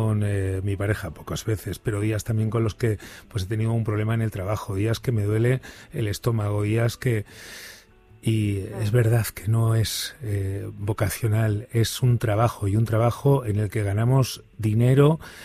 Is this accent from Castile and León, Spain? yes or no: yes; Burgos, Castile and León, Spain; cuando volvía de Burgos, yo soy de Burgos, y en Navidad volvía después de pasar los días de Navidad con mis padres